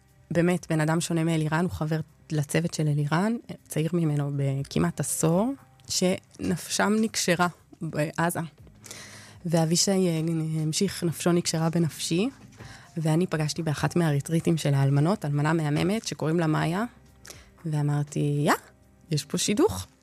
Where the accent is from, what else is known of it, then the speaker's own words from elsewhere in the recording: Jerusalem, Jerusalem District, Israel; now in Tel Aviv, Israel; אני ירושלמית לנצח